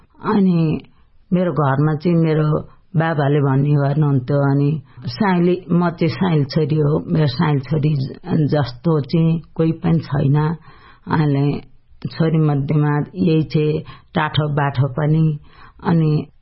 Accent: Dolakha, Bagmati, Nepal; मेरो घर चाहिँ दोलखा हो अनि

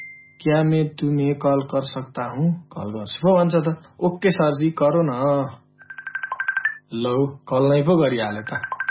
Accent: Kathmandu, Bagmati, Nepal; मैं काठमाडौँ से हूँ सर जी।

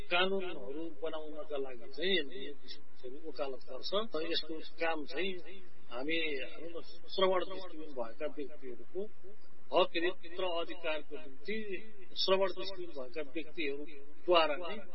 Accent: Dhading, Bagmati, Nepal; also born or lived in Kathmandu; now in Pokhara, Nepal; मेरो खास घर चाहिँ धादिङ हो, म अहिले पोखरा बस्छु र बाल्यकाल धादिङतिरै बित्यो, त्यसपछि काठमाडौँमा पढियो, पछि जागिरको सिलसिलामा पोखरा आयो

